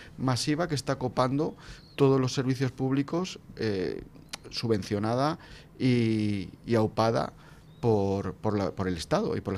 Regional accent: Madrid, Community of Madrid, Spain; Yo también he vivido mi niñez en Madrid y he visto los cambios que ha habido desde el punto de vista de la inmigración, porque mis abuelos eran del barrio de Ventas

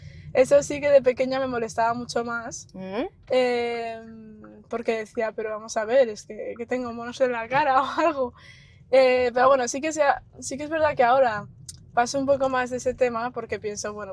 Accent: León, Castile and León, Spain; born or raised there

